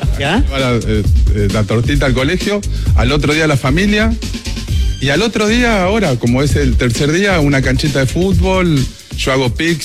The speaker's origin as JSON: {"language": "Spanish", "country": "Argentina", "said": "Yo soy muy argentino, después de argentino soy sudamericano."}